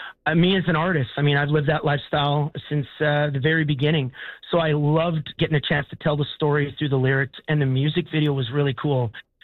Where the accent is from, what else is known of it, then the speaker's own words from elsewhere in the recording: Alberta, Canada; because I'm from Alberta